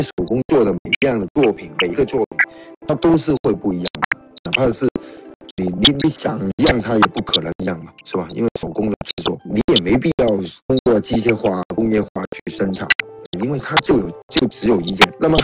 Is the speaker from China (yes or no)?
yes; Guangdong, China; 其实我们广府人就是通过龙舟作为这个神灵的水上游行的一种行为